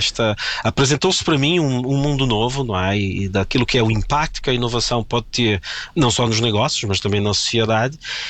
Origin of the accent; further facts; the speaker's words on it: Brazil; moved away as an adult; now in Portugal; Portugal é minha casa, já é há bastante tempo. O Brasil foi o lugar onde eu nasci e me fez crescer